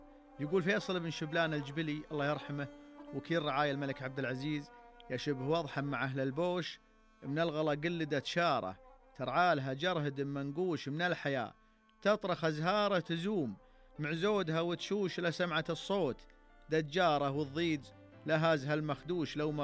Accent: Saudi Arabia; قدمونا كسعوديين

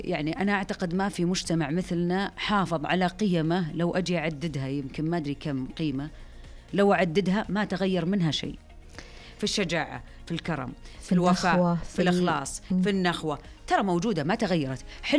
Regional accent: Saudi Arabia

